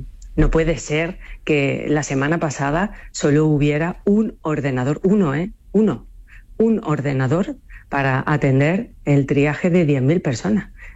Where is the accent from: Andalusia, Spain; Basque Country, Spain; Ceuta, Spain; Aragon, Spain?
Ceuta, Spain